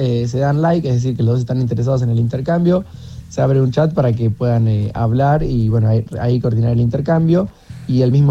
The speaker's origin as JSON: {"language": "Spanish", "town": "Mar del Plata", "region": "Buenos Aires Province", "country": "Argentina", "said": "yo soy de Mar del Plata."}